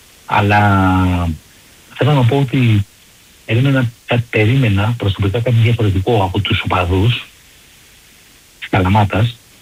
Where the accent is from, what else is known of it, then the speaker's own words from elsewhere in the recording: Vyronas, Attica, Greece; επειδή είμαι από το Βύρονο και είναι γέννημα χρέμα.